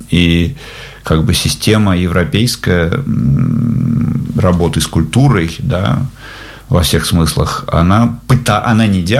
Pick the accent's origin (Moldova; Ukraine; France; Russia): Russia; now in Germany; я из России.